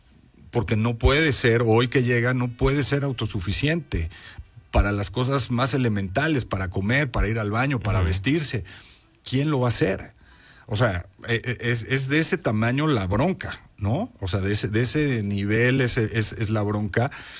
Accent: Mexico; 29 años, pues diría yo, de una tradición muy bonita de hacer algo juntos como mexicanos.

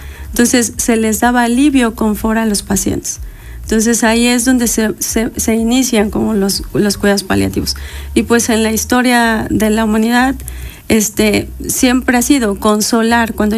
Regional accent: Puebla, Mexico; llegamos a la ciudad de Puebla, nosotros somos poblanos

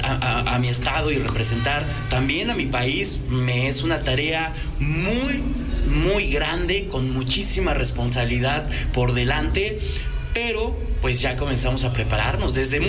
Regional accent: Mexico; Algo que nos distingue como mexicanos es que somos muy luchones.

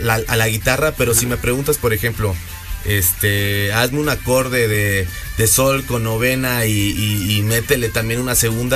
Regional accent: Campeche, Mexico; moved away as an adult; now in Puebla, Mexico; Soy de Campeche y me vine a estudiar a la universidad, a la ciudad de Puebla.

